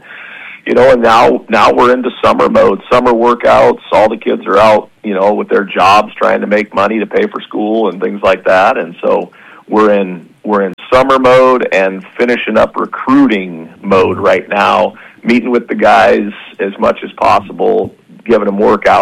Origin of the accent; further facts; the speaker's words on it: Montana, United States; moved away as an adult; now in Reading; I grew up in Montana, for starters, and then went to the University of Montana